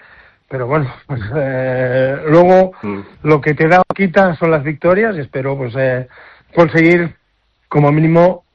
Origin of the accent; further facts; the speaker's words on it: Badalona, Catalonia, Spain; Soy de Badalona, pero también soy del Barça de fútbol